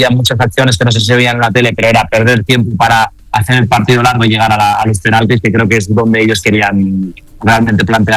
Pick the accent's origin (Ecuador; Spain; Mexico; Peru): Spain; españoles éramos muy poco